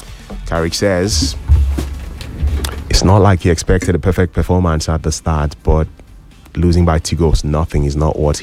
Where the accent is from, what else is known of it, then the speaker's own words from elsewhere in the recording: Calabar, Cross River, Nigeria; I grew up in Calabar.